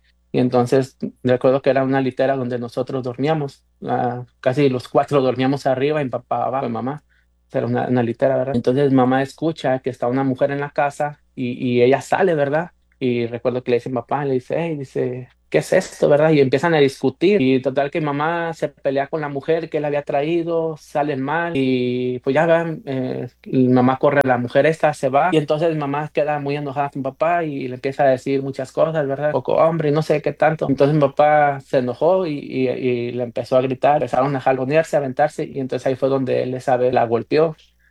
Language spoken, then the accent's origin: Spanish; Guanajuato, Mexico; now in Texas, United States; todos somos de allá de Guanajuato